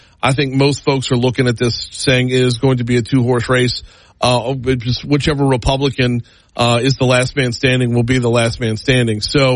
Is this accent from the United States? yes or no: yes; Louisiana, United States; So I grew up in St. Tammany Parish.